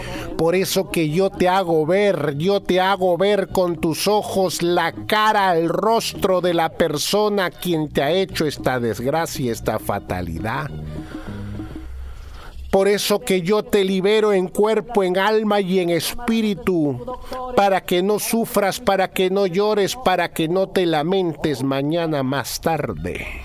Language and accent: Spanish; Piura, Peru; Yo soy peruano, paisano, igual que usted. Bien peruano. La diferencia es que usted es de Huaraz y yo soy de Piura, de la Sierra de Piura.